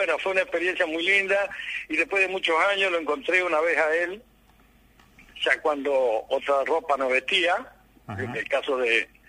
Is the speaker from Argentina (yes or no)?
yes; Entre Ríos, Argentina; Nosotros somos de Entre Ríos